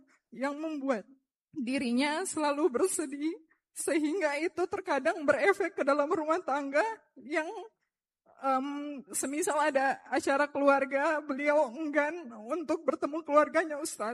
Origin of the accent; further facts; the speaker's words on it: Serang, Banten, Indonesia; saya berasal dari Kota Serang, Banten.